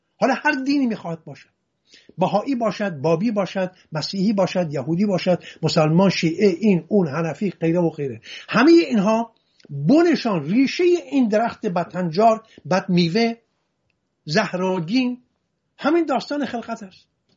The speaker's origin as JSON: {"language": "Persian", "region": "Hamadan", "country": "Iran", "tie": "born or raised there", "said": "خودم در محله کریمیان همدان بزرگ شدم."}